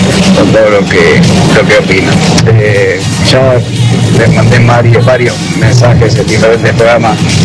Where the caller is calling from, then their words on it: Rosario, Santa Fe, Argentina; Yo vivo en Rosario